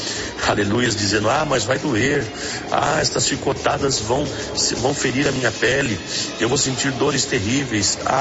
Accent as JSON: {"language": "Portuguese", "region": "São Paulo", "country": "Brazil", "moved": "yes", "lives_now": "Curitiba, Brazil", "said": "eu que sou paulista"}